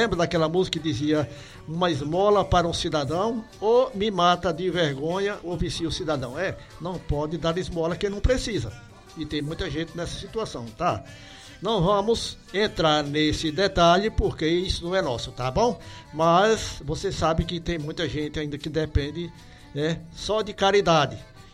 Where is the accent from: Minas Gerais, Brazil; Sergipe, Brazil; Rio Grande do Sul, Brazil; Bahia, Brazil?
Sergipe, Brazil; Frei Paulo; now in Cacoal, Brazil; aí em Frei Paulo, Sergipe, interior de Sergipe, terra onde eu nasci e me criei. A mais bela cidade do mundo.